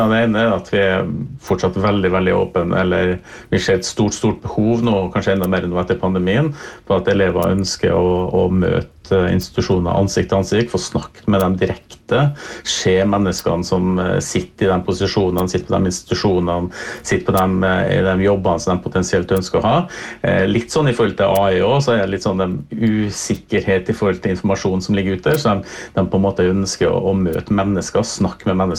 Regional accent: Kristiansund, Møre og Romsdal, Norway; also born or lived in Trondheim; Jeg er jo selv fra Kristiansund

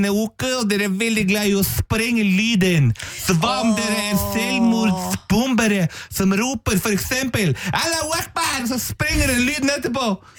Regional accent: Gjøvik, Innlandet, Norway; Jeg kommer fra Gjøvik

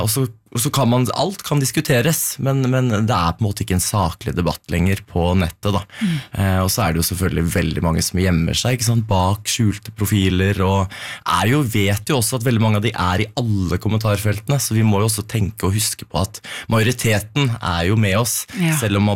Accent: Moss, Østfold, Norway; now in Oslo, Norway; Nei, altså som når jeg flyttet, jeg kom jo fra Moss, og der var det jo, ikke sant, 2006, da var det ikke veldig mange åpne homofile da, så Oslo ble jo på en måte et fristed

